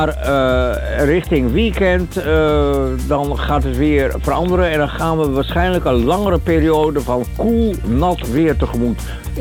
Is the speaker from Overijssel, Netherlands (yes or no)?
yes; Hengelo, Overijssel, Netherlands; born there; Dus mijn geboorteplaats Hengelo is er niet geheel droog.